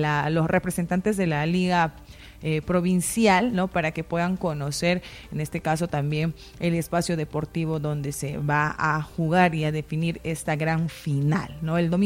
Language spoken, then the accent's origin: Spanish; Peru